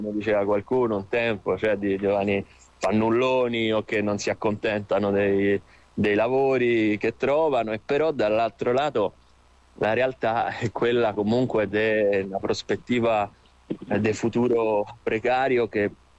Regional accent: Rome, Lazio, Italy; io sono di Roma

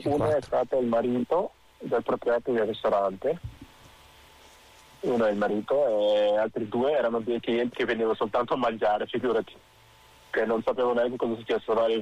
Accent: Senegal; Italian is a second language; moved away as an adult; now in Italy; vengo dal Senegal, di origine senegalese ovviamente. Sono in Italia dal 2011

